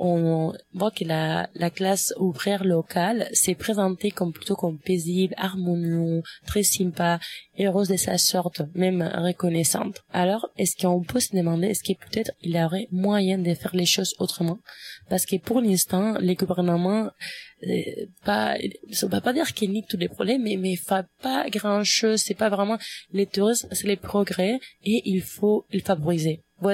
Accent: Spain; French is a second language

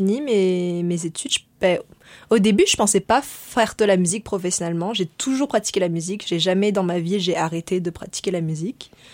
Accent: Madagascar; Donc, bien sûr, de la musique africaine, vu que je viens d'Afrique, mais aussi de la musique indienne.

